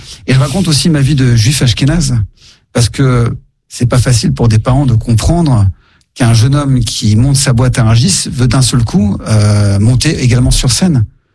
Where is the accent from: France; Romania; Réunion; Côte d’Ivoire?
Romania; Iași, Iași County; moved away